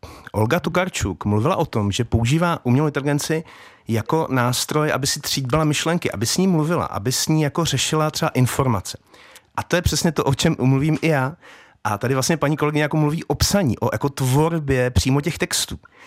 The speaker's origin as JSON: {"language": "Czech", "region": "Moravian-Silesian Region", "country": "Czechia", "said": "jak se říká u nás na Bruntásku, strašnou čočku"}